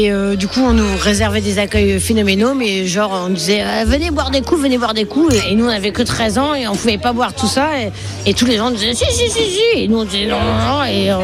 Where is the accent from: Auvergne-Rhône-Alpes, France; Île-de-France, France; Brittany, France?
Brittany, France; Quimper; now in Ergué-Gabéric, France; moi je suis de Quimper et j'aime Quimper depuis que je suis née, mais j'habite à Ergué-Guébéric. Et en même temps, je trouve une admiration pour Quimper parce que je suis de là et que c'est ma ville d'enfance